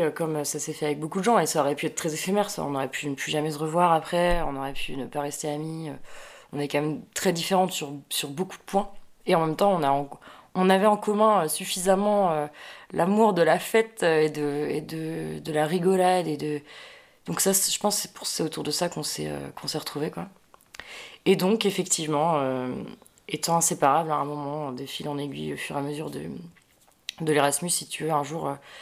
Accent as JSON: {"language": "French", "town": "Saint-Brieuc", "region": "Brittany", "country": "France", "moved": "yes", "said": "moi je suis bretonne, je viens de Saint-Brieuc."}